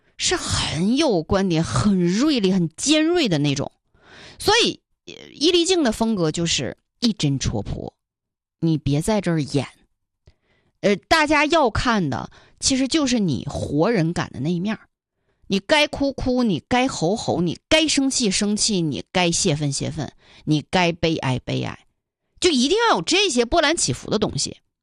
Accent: Northeast China, China; accent: Northeastern dialect; 说白了跟我们东北话说就是再糙一点，

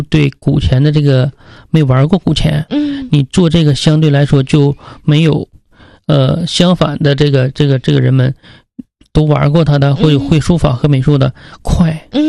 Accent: Panshi, Jilin, China; 因为就是土生土长的地方嘛

